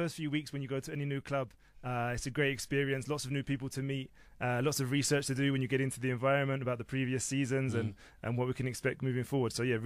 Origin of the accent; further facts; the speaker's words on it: England, United Kingdom; moved away; I grew up in England. So I went to Brunel University in West London.